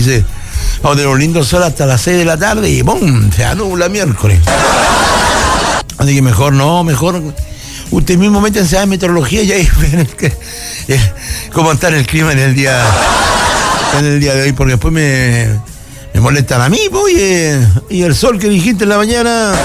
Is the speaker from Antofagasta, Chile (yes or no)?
yes; Antofagasta, Chile; yo como chileno, ah, qué chileno, antofagastino